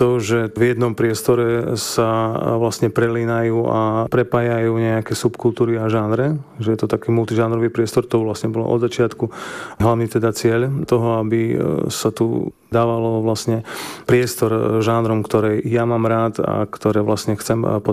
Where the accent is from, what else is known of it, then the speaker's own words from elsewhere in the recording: Spiš, Slovakia; tu na u nás na Spiši